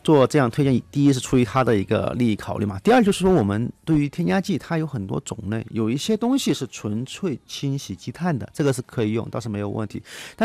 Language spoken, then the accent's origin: Chinese; Chongqing, China; 我来自重庆